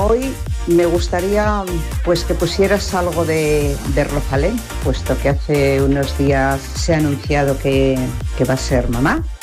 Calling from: Guadalajara, Castilla-La Mancha, Spain; de Guadalajara.

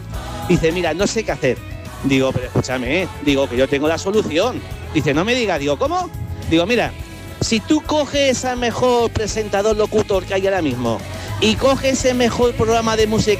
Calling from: Ciudad Real, Castilla-La Mancha, Spain; de Ciudad Real.

